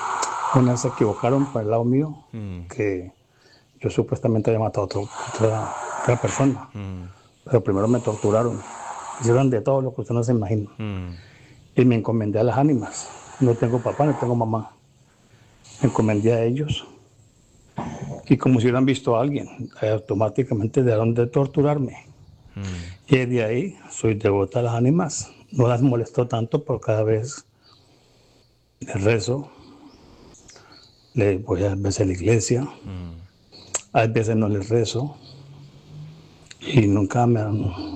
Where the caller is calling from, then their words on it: Cali, Valle del Cauca, Colombia; Yo soy de Cali, ¿no? Por el lado de Cristo Rey